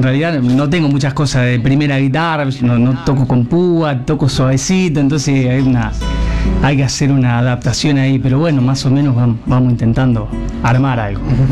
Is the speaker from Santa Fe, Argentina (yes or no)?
yes; Arequito, Santa Fe, Argentina; nosotros somos de Arequito con mi familia